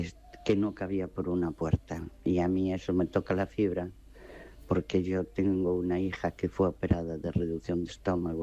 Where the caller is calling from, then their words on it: Ferrol, Galicia, Spain; de Ferrol